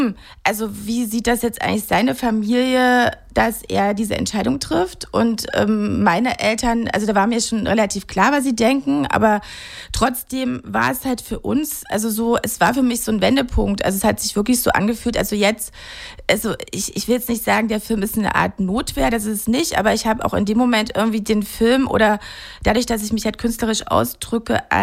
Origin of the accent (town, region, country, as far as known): Germany